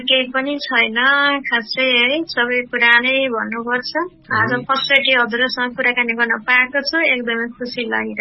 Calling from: Udayapur, Koshi Province, Nepal; Udaipur कर्बेटबाट

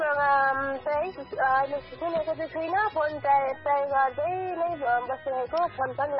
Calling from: Bhojpur, Koshi Province, Nepal; म बोल्दैछु भोजपुरबाट

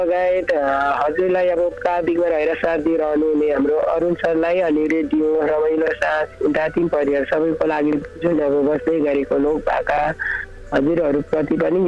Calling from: Dharan, Koshi Province, Nepal; म धरानबाट बोलिरहेको छु

